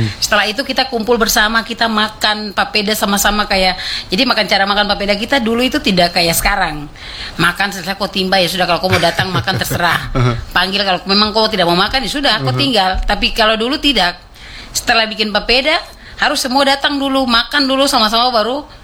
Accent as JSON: {"language": "Indonesian", "region": "Southwest Papua", "country": "Indonesia", "said": "tetapi kita mengenang dan mengajarkan kembali tentang karakter cara hidup kita orang Boy pada saat itu."}